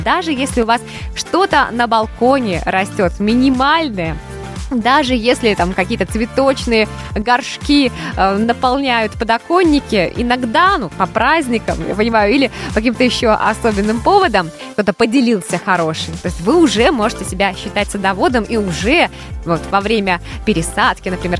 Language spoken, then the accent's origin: Russian; Belarus; мы, белорусы